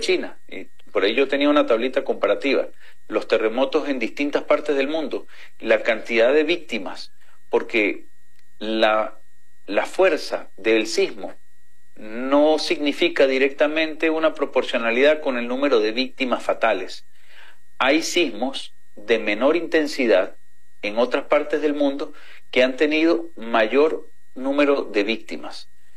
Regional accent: Venezuela; a nosotros como venezolanos

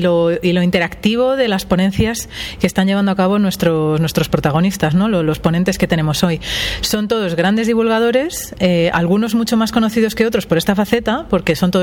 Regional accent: Spain; tenemos los españoles

